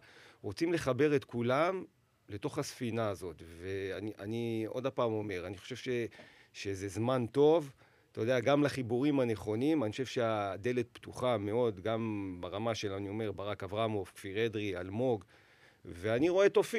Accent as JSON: {"language": "Hebrew", "town": "Jerusalem", "region": "Jerusalem District", "country": "Israel", "said": "את האמת אנחנו ירושלמים, אתה יודע, היינו יושבים, אני ואלי אוחנה אומרים, מה יש לנו בירושלים?"}